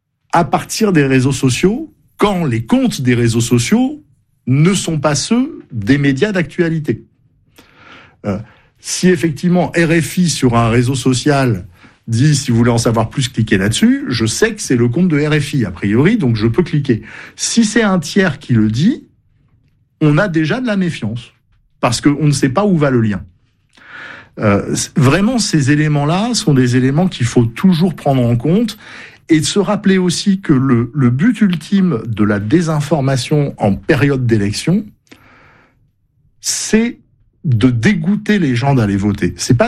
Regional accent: Bordeaux, Nouvelle-Aquitaine, France; moi je suis bordelais, je trouve que c'est un très très bon journal

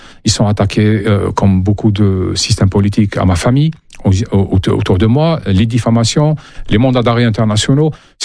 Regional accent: Algeria; moved away as an adult; J'aime mon pays natal. J'aime les arbres, j'aime les tombes des miens, j'aime les miens, j'aime mon quartier, j'aime mon village.

